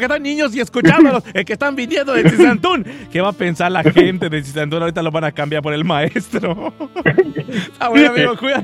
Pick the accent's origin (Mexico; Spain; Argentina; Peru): Mexico; Temax, Yucatán; Yo soy de Temash.